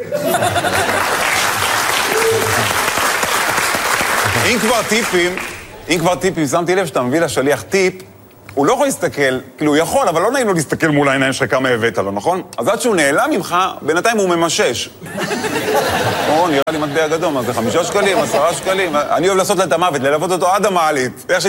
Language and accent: Hebrew; Netanya, Central District, Israel; born or raised there